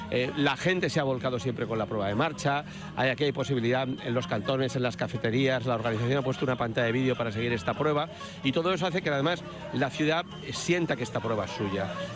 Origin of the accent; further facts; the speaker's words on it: Barcelona, Catalonia, Spain; Abierta al mar, soy de Barcelona, con lo que todo lo que sea estar abierto al mar es una cosa que llevamos muy dentro.